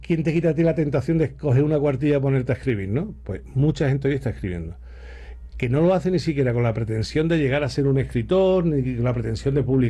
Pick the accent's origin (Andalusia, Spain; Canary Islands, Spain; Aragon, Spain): Andalusia, Spain; Ronda; ¿Sí? Estoy muy orgulloso de mi pueblo. Entonces … para que pueda identificarme.